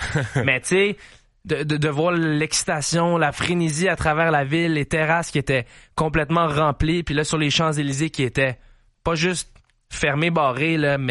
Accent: Quebec, Canada; En tant que artisan des médias sportifs québécois, puis je pense qu'en tant que Québécois

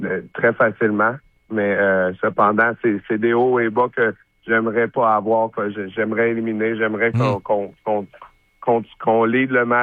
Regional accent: Quebec, Canada; Je reste un honneur pour moi de pouvoir être ici à Québec en tant que Québécois

